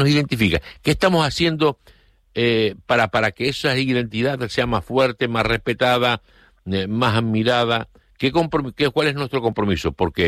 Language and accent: Spanish; Canary Islands, Spain